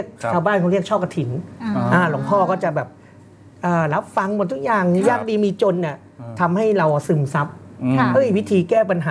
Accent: Nakhon Sawan, Thailand; born or raised there; also born or lived in Ubon Ratchathani

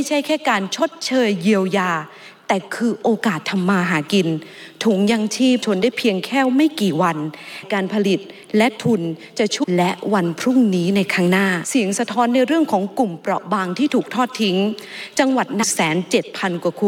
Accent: Isan, Thailand; ดิฉันค่ะเป็นลูกอีสาน

